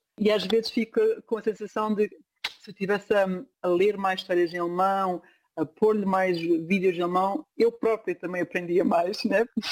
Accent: Portugal; moved away; Falamos em português, obviamente. Portanto, eu e o meu marido somos portugueses, falamos em português em casa.

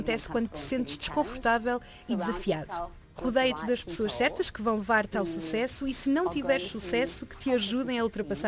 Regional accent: South Africa; Sou sul-africana de primeira geração. O meu pai é português, a minha mãe britânica.

